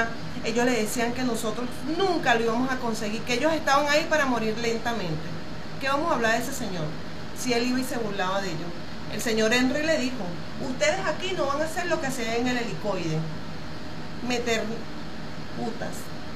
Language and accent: Spanish; Venezuela